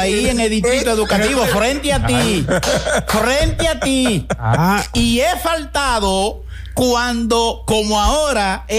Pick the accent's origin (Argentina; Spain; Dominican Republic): Dominican Republic; Esas son nuestras necesidades como población dominicana.